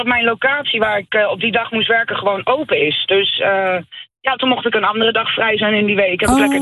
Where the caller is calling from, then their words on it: Zeist, Utrecht, Netherlands; Ik woon zelf in Zeist.